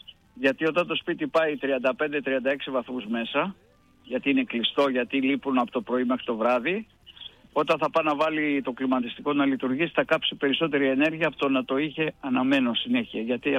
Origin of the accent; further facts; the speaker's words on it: Greece; είμαστε Έλληνες.